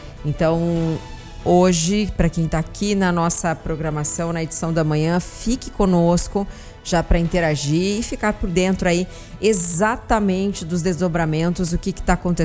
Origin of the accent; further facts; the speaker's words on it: Ibitinga, São Paulo, Brazil; moved away; Eu nasci em Ibitinga, vivi também por um tempo em Ibitinga.